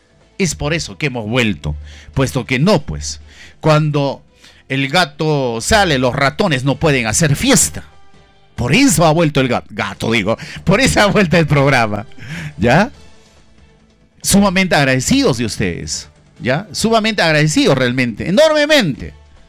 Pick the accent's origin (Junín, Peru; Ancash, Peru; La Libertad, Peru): Ancash, Peru; a usted, a mí, que somos pobladores de Independencia